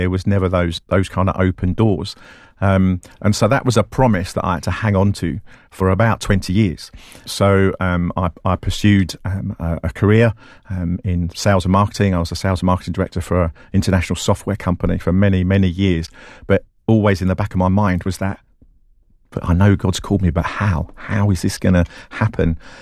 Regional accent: Southend-on-Sea, East of England, United Kingdom; also born or lived in Walthamstow, London; we moved out into Essex kind of after that. And I grew up, my sort of memorable childhood, if you like, what I can remember, was in Southend-on-Sea in Essex. And that's a real cool, fun place to kind of grow up.

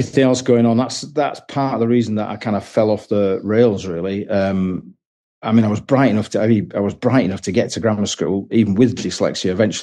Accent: Bradford, Yorkshire and the Humber, United Kingdom; Yeah, I'm from Bradford.

